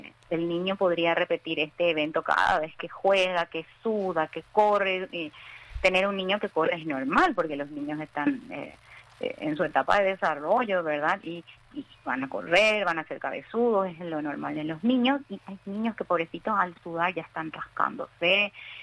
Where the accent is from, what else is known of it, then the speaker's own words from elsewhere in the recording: Paraguay; Nosotros somos paraguayos, tenemos calor siempre, así que el hecho de vivir en Paraguay y sudar luego ya es un gatillante, ¿verdad?